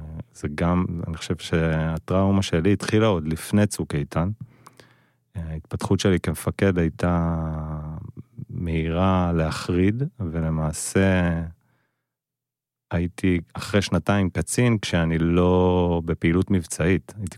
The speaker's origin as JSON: {"language": "Hebrew", "town": "Kfar Tavor", "region": "Northern District", "country": "Israel", "tie": "born or raised there", "said": "גדלתי בכפר תבור"}